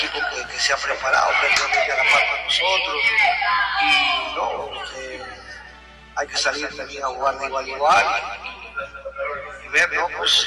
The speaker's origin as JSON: {"language": "Spanish", "region": "La Rioja", "country": "Argentina", "said": "No es que seamos mezquinos como riojanos en el área del campo de la provincia"}